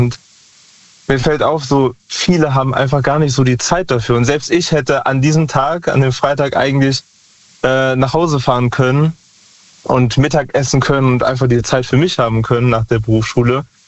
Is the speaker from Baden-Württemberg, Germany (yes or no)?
no; Lahnstein, Rhineland-Palatinate, Germany; Aus Lahnstein.